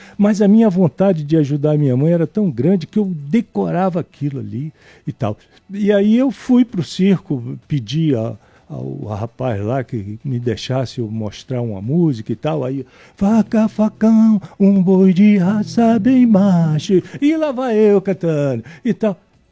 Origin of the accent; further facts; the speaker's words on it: Salvador, Bahia, Brazil; accent: Bahian; moved away; also born or lived in Rio de Janeiro; eu sou de Salvador, sou baiano.